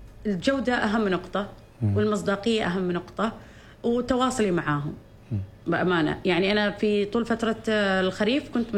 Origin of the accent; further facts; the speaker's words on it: Oman; نحن يعني عماني في عماني،